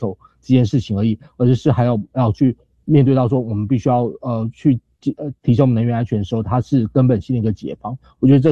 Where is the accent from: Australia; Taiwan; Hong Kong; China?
Taiwan; 我们台湾这边